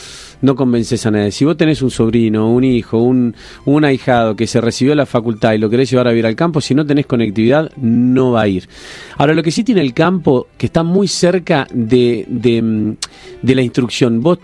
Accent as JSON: {"language": "Spanish", "town": "Gualeguay", "region": "Entre Ríos", "country": "Argentina", "said": "Y en ciudades como la mía, yo soy gualeyo, si bien mis hijos son porteños."}